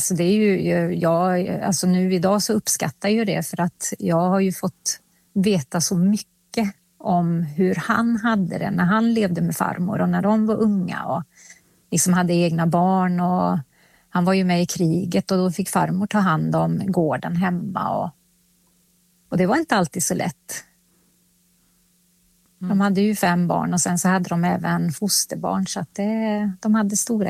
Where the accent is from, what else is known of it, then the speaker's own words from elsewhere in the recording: Finland; now in Sweden; Och sen, ja, nu är jag liksom, ja, men jag är finsk. Men jag bor i Sverige, så att jag liksom försöker ändå att ta vara på liksom och fortsätta åka till Finland.